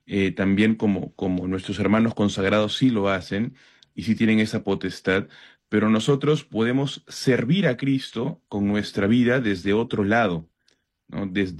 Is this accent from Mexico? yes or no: no; Peru; también lo asociaba un poco el tema a nuestra misión como ciudadanos, como peruanos, ¿no?